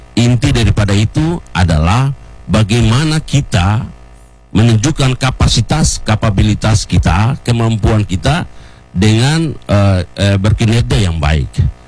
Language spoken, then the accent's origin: Indonesian; Papua, Indonesia; kita orang asli Papua.